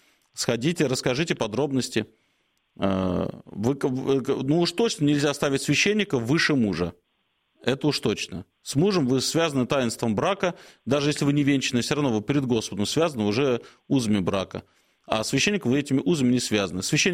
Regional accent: Moscow, Russia; я сам москвич коренной

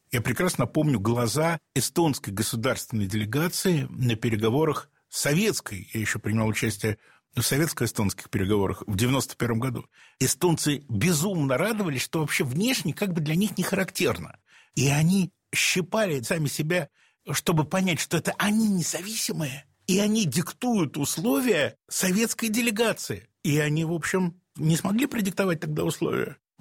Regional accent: Saint Petersburg, Russia; эстонской границы до моего родного Ленинграда 149 километров. Но это ведь не только мой родной Ленинград. Это мой родной город

